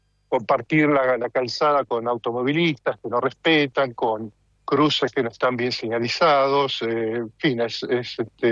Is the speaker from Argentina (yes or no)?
yes; Argentina; also born or lived in Italy; now in Netherlands; yo soy argentino y pero también me siento italiano por mi descendencia. He vivido muchos años en Italia antes de mudarme acá a Países Bajos